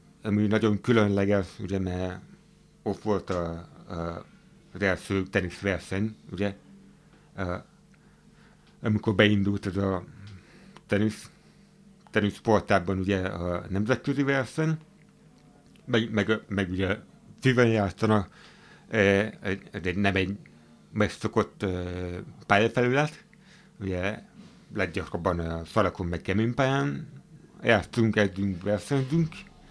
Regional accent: Debrecen, Hajdú-Bihar, Hungary; now in Budapest, Hungary; debreceni vagyok

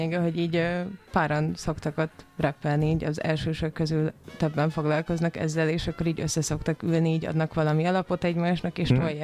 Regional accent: Miskolc, Borsod-Abaúj-Zemplén, Hungary; Miskolcra. Helyő Csabán nőttem fel, de sokat voltam az Avason.

